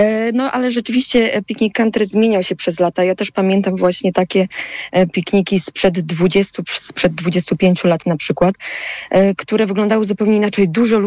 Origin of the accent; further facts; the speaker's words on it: Mrągowo, Warmian-Masurian Voivodeship, Poland; jestem z Mrągowa